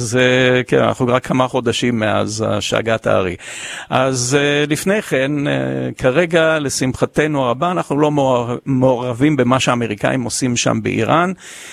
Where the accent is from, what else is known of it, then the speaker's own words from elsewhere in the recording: Germany; born there; first language English; Hebrew is a second language; לא, לא, אני דווקא נולדתי בבסיס חיל האוויר האמריקאי בגרמניה.